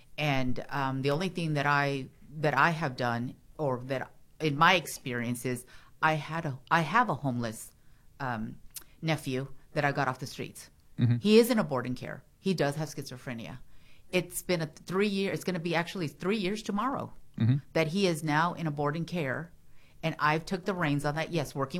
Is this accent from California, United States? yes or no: yes; Bakersfield, California, United States; I'm from Rexland. We had a septic tank.